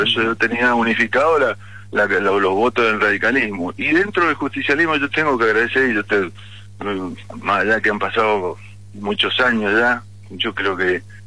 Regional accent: Mendoza, Argentina

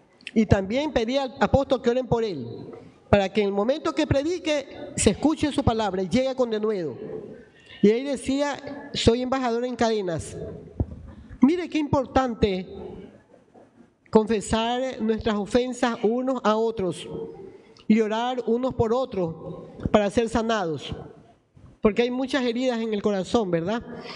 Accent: Guayaquil, Guayas, Ecuador; born there; nací en Guayaquil. Nunca reniegue donde nació. A mí me ruegan que me vaya a vivir a otro país. Me dan todo para irme a vivir. Y yo digo, no. Aquí yo no puedo irme de aquí porque aquí está todo lo mío.

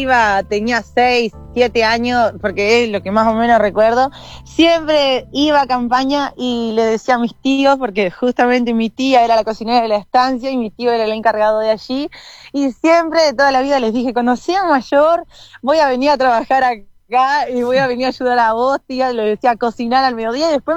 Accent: Ciudad del Carmen, Durazno, Uruguay; moved away as an adult; now in Florida, Uruguay; mi crianza toda la vida fue en Ciudad del Carmen, como mencioné, yo soy de allá, hace 2 años y algo estoy justamente acá en el departamento de Florida trabajando, pero toda la vida fue del pueblo que viví.

